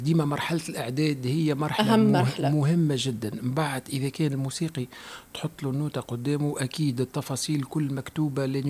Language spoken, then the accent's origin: Arabic; Tunisia; أنا كفنان تونسي